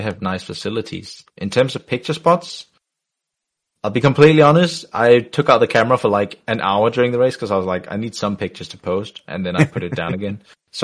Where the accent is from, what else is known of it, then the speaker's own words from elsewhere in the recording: Denmark; I'm from Denmark as well. I live in Denmark, which is like winter, 8 months of the year.